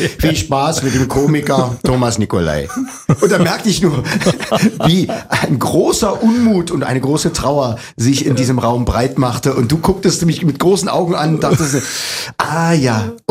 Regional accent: Leipzig, Saxony, Germany; born there; accent: Saxon; Ich bin gebürtiger Leipziger und ich habe da auch Geld rausgemacht.

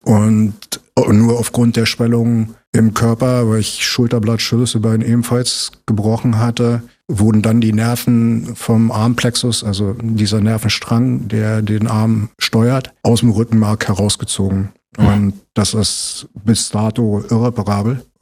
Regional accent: Fehrbellin, Brandenburg, Germany; also born or lived in Neuruppin; Ja, also ich bin in Neuruppin geboren und habe meine ganze Kindheit aber in Fehrbellin verbracht

